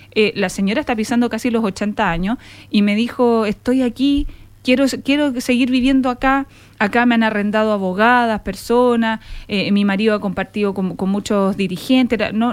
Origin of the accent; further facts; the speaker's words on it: Valparaíso, Chile; me crié en esas casas en Valparaíso